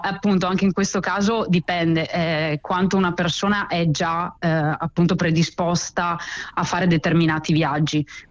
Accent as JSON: {"language": "Italian", "region": "Veneto", "country": "Italy", "accent": "Venetian dialect", "said": "il nostro dialetto veneto"}